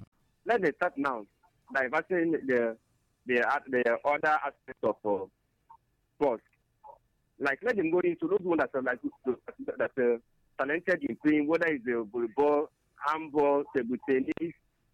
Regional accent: Enugu State, Nigeria; I'm from Enugu State.

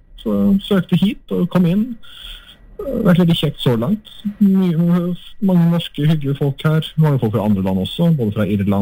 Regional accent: Oslo, Norway; also born or lived in Stord / Gaupne; Jeg er født på Stord. Bodde i Oslo i mine tidlige år. Og tok videregående utdannelse da, i Sogndal og bodde i Gaupne.

